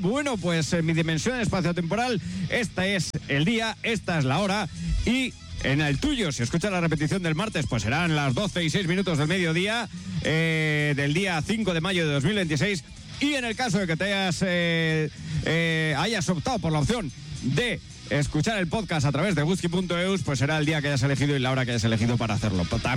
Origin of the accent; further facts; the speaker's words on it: Lerín, Navarre, Spain; soy de Lerín